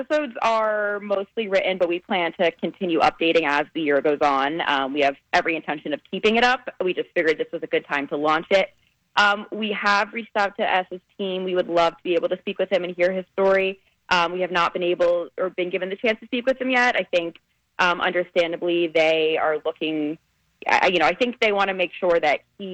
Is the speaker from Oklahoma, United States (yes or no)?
no; Long Island, New York, United States; moved away as an adult; also born or lived in Vermont; now in Connecticut, United States; I'm from Long Island, though, so I feel like I've been here a bunch. I feel good. I feel like I'm a New England person now, too.